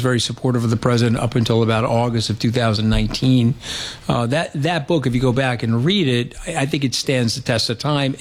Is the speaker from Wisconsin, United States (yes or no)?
no; New York, United States; And I said to him, we're two New Yorkers. You're from Queens. I'm from Nassau County.